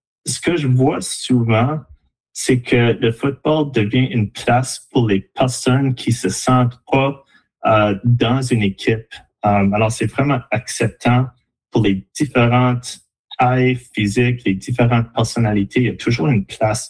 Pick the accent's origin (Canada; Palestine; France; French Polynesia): Canada; Saskatchewan; now in New Brunswick, Canada; Alors, comme vous avez dit, j'ai grandi à Saskatchewan.